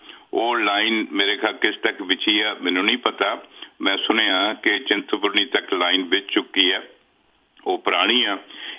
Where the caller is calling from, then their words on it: Hoshiarpur, Punjab, India; ਮੈਂ ਵੀ ਹੁਸ਼ਿਆਰਪੁਰ ਤੋਂ ਹਾਂ